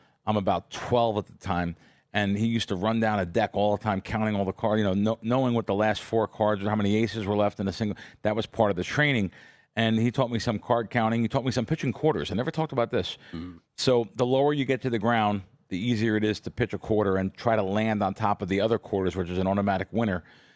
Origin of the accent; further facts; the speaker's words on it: Kingsburg, New Jersey, United States; I grew up in Kingsburg, New Jersey, but never thought I was raised by low/middle-income parents at the time.